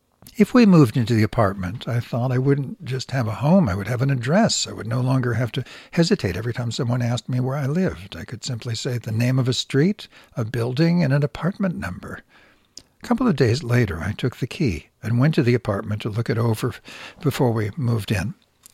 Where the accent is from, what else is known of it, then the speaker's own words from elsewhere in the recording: Rafah, Gaza Strip, Palestine; now in Al-Mawasi, Palestine; Do I say I'm from Rafah, where I grew up, even though I can no longer return there? The city has been mostly destroyed.